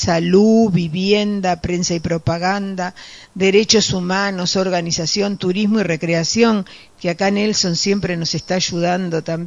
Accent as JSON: {"language": "Spanish", "region": "Montevideo", "country": "Uruguay", "tie": "born there", "said": "soy hija de un obrero, de un trabajador, que se vino del departamento 33 con un par de zapatillas abajo de su brazo, porque mi abuelo había fallecido y bueno, tuvieron que venirse a Montevideo a trabajar."}